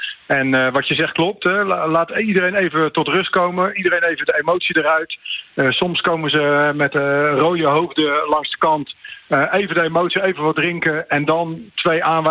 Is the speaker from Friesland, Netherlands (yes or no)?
no; Rotterdam, South Holland, Netherlands; Ik ben een Rotterdammer